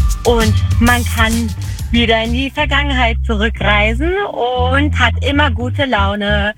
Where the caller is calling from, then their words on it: Singen, Baden-Württemberg, Germany; Ich bin die Alte, ich bin aus Singen